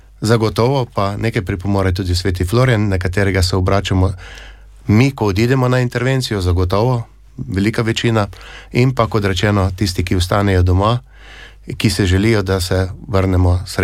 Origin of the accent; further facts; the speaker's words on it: Styria, Slovenia; Sam prihajam iz Štajerske